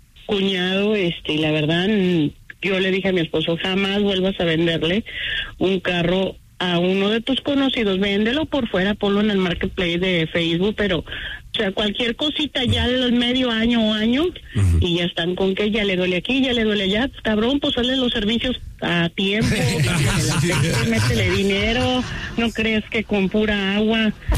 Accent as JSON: {"language": "Spanish", "region": "Jalisco", "country": "Mexico", "said": "No, señor, soy de Jalisco."}